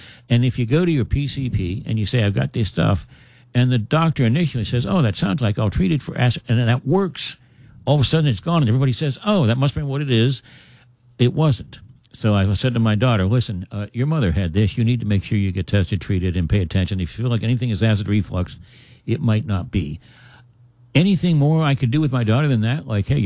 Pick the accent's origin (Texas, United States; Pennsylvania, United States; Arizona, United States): Pennsylvania, United States; Uniontown; my hometown of Uniontown